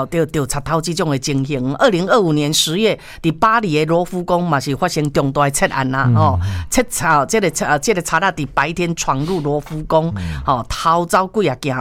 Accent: Taiwan; 全部这边呢、由我们台湾人把它收集起来了

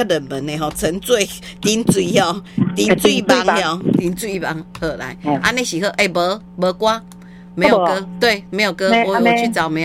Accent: Zhejiang, China; 我们是浙江的哦

